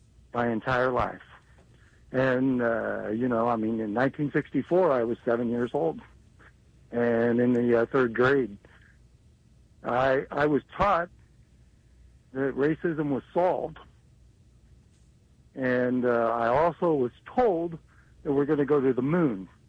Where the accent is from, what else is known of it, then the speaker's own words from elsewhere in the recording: Kansas City, Missouri, United States; born there; I was born in Kansas City. I was in the Ruskin Heights tornado in 1957 as a 10-week-old child.